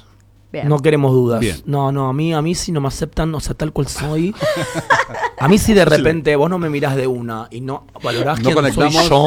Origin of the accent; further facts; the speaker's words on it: Buenos Aires, Argentina; born there; yo nací en Capital, o sea, Capital Federal